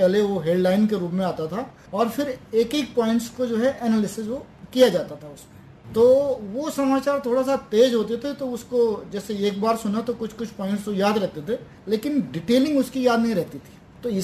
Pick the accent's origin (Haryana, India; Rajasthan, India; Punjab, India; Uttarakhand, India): Uttarakhand, India; Tehri; हम लोग उत्तराखंड के मैं टेहरी से बिलोंग करता हूँ तो गढ़वाल के रहने वाले हैं